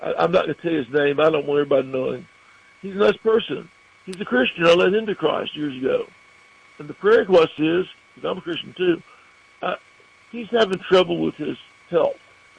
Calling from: Irondale, Alabama, United States; I'm calling from Irondale.

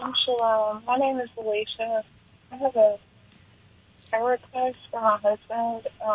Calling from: Alabama, United States; I'm from Alabama.

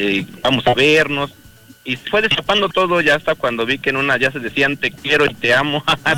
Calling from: Tlalpan, Mexico City, Mexico; Del meritito Tlalpan.

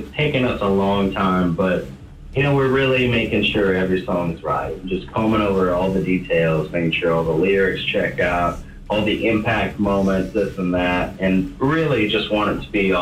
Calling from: San Antonio, Texas, United States; Yeah, I'm home in San Antonio.

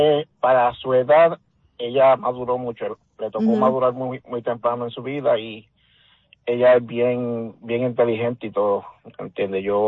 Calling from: Puerto Rico; yo soy boricua.

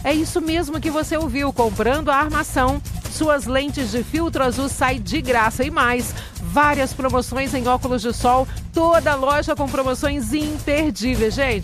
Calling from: São Roque do Canaã, Espírito Santo, Brazil; Estamos ligadinhos aqui em São Roque do Canaã.

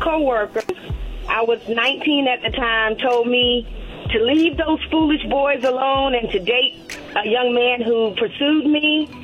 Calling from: Suffolk, Virginia, United States; Suffolk, Virginia.

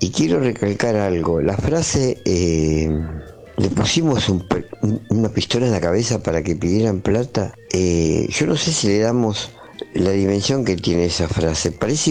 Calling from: Argentina; de San Cristóbal.

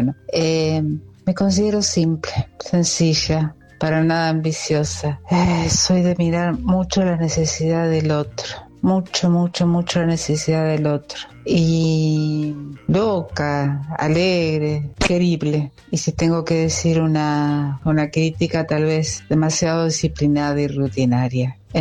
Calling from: Mercedes, Buenos Aires Province, Argentina; de Mercedes, provincia de Buenos Aires.

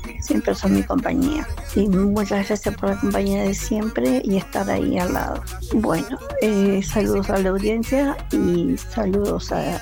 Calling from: Montevideo, Uruguay; de Sayago.

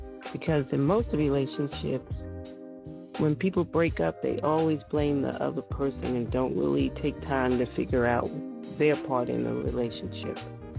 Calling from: Bowie, Maryland, United States; I'm calling from Bowie.

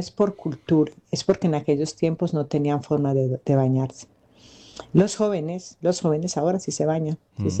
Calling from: Spain; Yo vivo en España hace muchos años.

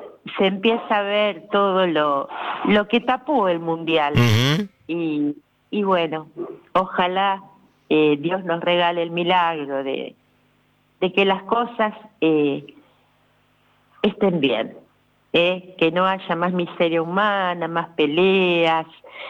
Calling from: Argentina

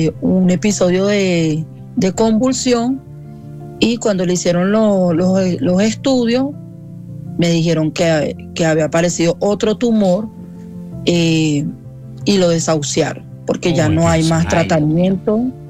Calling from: Bogotá, Colombia; Ahorita vivimos acá en Bogotá.

